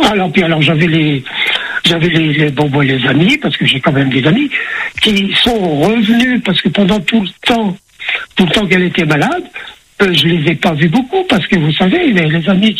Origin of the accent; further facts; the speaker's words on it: Amiens, Hauts-de-France, France; born there; also born or lived in Villers-Bretonneux; En décembre 42, je suis 49, on a quitté Villers-Bretonneux, on est allé habiter à Amiens. Donc, j'ai fait toutes mes études à Amiens